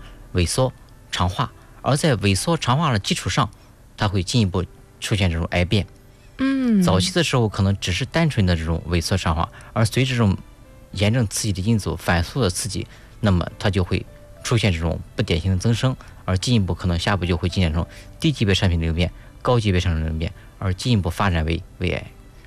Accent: China; 我们中国人来说

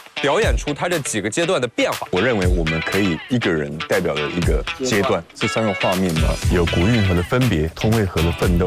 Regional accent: Taiwan; born there; 对，生在台湾。但是我的爸爸是来自于山东，山东泰安，

